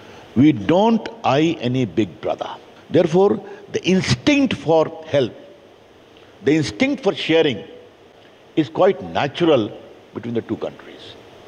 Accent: Bihar, India; I come from Bihar, Vishnu. There are festivals. Chhat is celebrated with gusto in Bihar, the biggest festival.

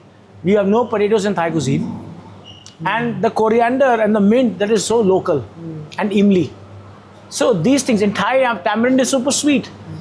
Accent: Kolkata, West Bengal, India; I'm from Calcutta.

